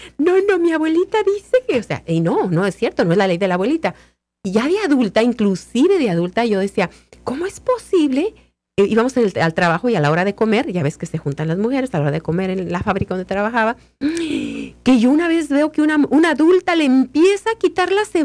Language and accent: Spanish; Mexico; moved away; vas allá y dices, bueno, somos todos mexicanos